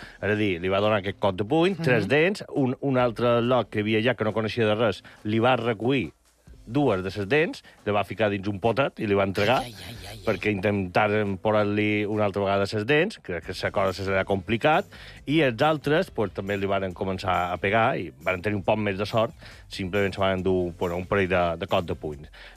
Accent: Inca, Balearic Islands, Spain; born there; Jo soc nascut a Inca i sempre n'hi ha hagut.

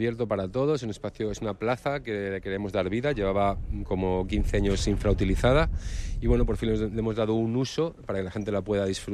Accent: Bilbao, Basque Country, Spain; also born or lived in Scotland; now in Menorca, Spain; Yo vengo de Bilbao.

